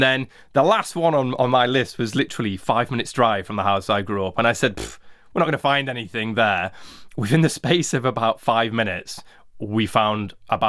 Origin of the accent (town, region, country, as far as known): Doncaster, Yorkshire and the Humber, United Kingdom; born or raised there